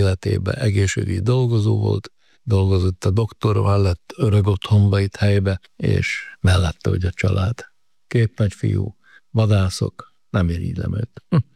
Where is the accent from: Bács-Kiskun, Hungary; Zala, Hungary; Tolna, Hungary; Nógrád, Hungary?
Nógrád, Hungary; Nagybátony; Hát a Nógrád megyének a keleti végéből származom, nagybátonyi vagyok, a gyerekkoromat az Agyvarónál az erdő közepén töltöttem